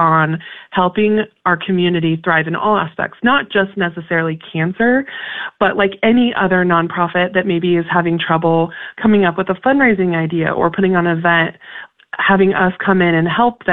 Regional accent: Burwell, Nebraska, United States; After I moved back to my hometown of Burwell after college

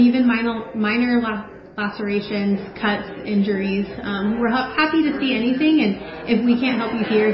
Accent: Eustis, Nebraska, United States; Originally, I'm from Eustis, Nebraska, and the reason that I got into healthcare was rural healthcare

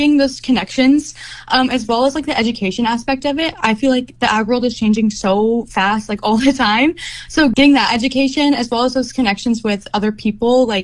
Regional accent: Weeping Water, Nebraska, United States; I'm from Weeping Water, Nebraska. I've been involved in agriculture my whole life.

